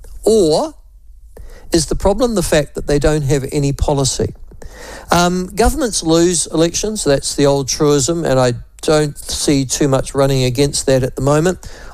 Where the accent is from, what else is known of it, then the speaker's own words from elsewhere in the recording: New Zealand; as a New Zealander who loves New Zealand